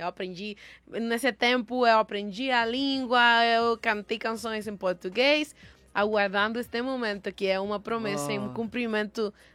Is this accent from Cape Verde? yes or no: no; Puerto Rico; Portuguese is a second language; moved away; sou porto-riquenha